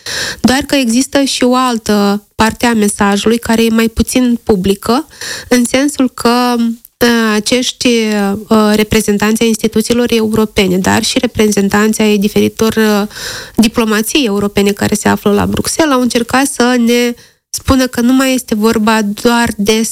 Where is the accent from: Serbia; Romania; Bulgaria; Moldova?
Moldova